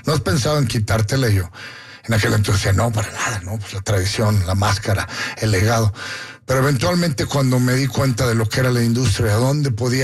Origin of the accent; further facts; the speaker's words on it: Mexico; Siempre contento de estar en México. Yo nací en México, soy mexicano